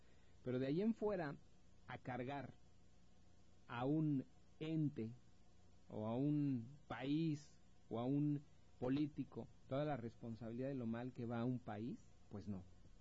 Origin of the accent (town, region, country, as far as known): Mexico